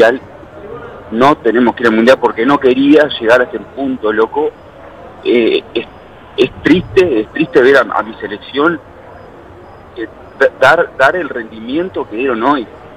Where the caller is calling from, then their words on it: Canelones, Uruguay; te hablo de Canelones.